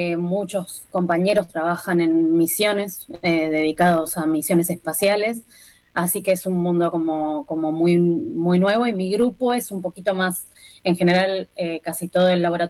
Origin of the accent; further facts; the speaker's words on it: Bahía Blanca, Buenos Aires Province, Argentina; moved away as an adult; Yo soy de Bahía Blanca